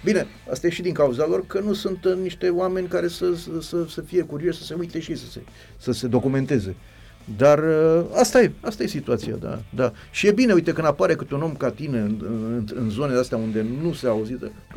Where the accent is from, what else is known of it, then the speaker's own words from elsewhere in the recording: Algeria; Eu am copilărit mulți ani, am copilărit în Algeria.